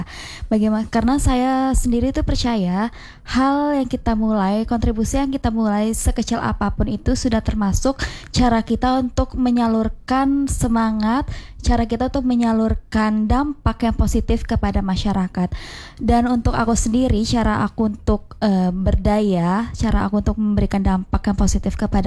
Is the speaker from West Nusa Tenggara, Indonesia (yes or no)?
yes; Sumbawa, West Nusa Tenggara, Indonesia; Kebetulan di daerah aku itu Kak banyak banget majelis taklim, apalagi mama aku salah satu wakil ketua BKMT, badan apa ya BKMT, intinya dia untuk merangkum majelis taklim yang ada di Sumbawa sana.